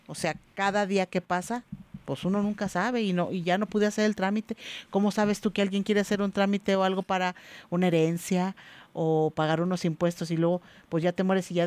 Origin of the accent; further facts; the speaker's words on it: Mexico; somos los mexicanos de que para todo queremos sacar una carnita asada